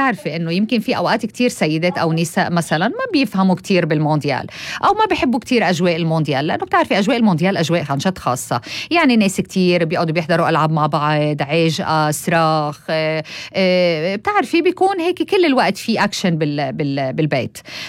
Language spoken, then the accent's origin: Arabic; Lebanon; انا لبنانيه.